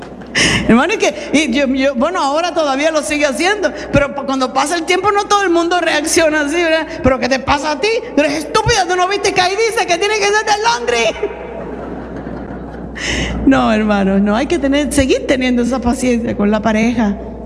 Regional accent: Cuba; Yo soy cubana, mi familia era atea, no conocí al Señor, crecí como atea. Después fui santera, espiritista.

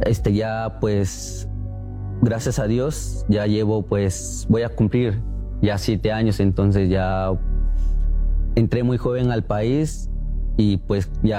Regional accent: Guatemala; moved away as an adult; now in United States; Soy de Guatemala y actualmente pues tengo 21 años de edad.

